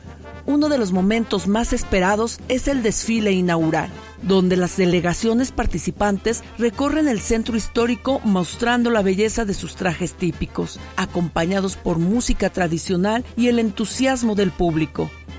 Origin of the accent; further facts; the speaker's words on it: Zacatecas, Mexico; las expresiones culturales que forman parte de nuestra identidad como mexicanos y como zacatecanos